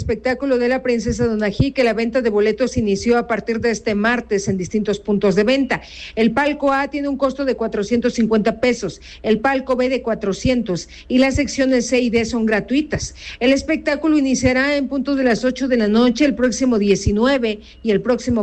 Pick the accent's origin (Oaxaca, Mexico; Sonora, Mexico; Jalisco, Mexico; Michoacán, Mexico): Oaxaca, Mexico; born there; las y los que nacimos en Oaxaca.